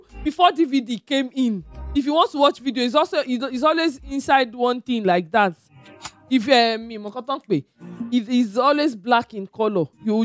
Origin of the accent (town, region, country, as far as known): Ota, Ogun, Nigeria; born or raised there; also born or lived in Ekiti State